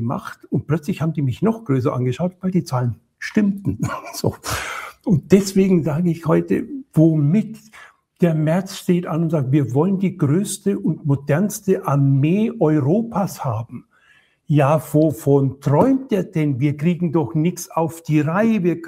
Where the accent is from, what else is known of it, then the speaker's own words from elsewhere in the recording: West Germany, Germany; Wenn du mit den Leuten hier redest, dann erzählen die dir Dinge, die du als Wessi einfach nicht mitbekommen hast, weil du das Leben hier so ja nicht kanntest.